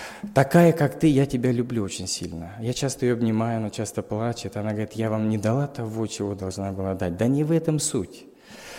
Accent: Chelyabinsk, Chelyabinsk Oblast, Russia; born there; Родился я, друзья, в неверующей семье. Родился я в Челябинске на зоне.

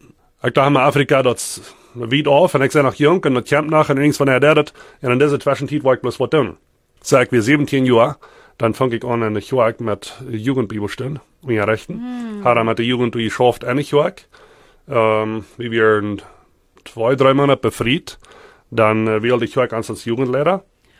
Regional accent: Sommerfeld, Chihuahua, Mexico; Ja, ich war ein bisschen vertellen, wo ich herkomme. Mein Grund ist Sommerfeld.

